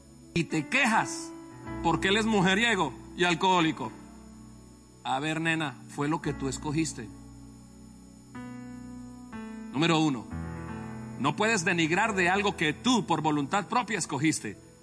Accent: Colombia; Pues yo soy colombiano

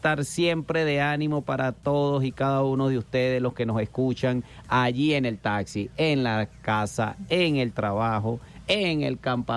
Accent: Venezuela

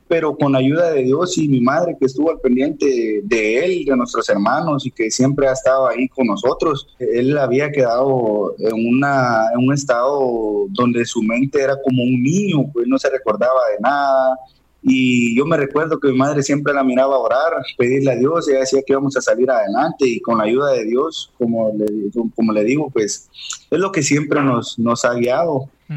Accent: Zacapa, Guatemala; Yo soy originario de Zacapa, de aquí de Guatemala.

